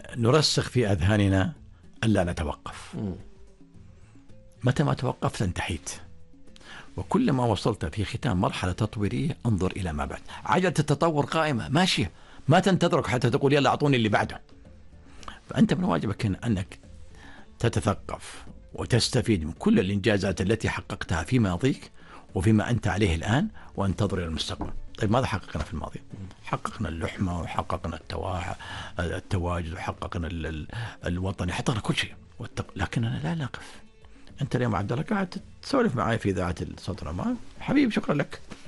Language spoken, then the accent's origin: Arabic; Oman; أنا أبدع لأني عماني، أنا أبدع لأني خليجي